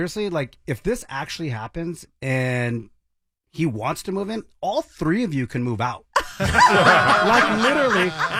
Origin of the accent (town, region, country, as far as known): Los Angeles, California, United States; born or raised there